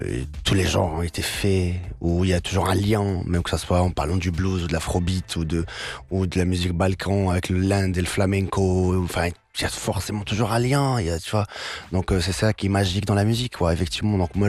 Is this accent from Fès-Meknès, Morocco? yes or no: no; Tangier, Tanger-Tetouan-Al Hoceima, Morocco; donc moi j'habitais déjà à Tanger, donc d'une famille casablancaise, mais j'ai grandi à Tanger parce que mon papa il s'est installé là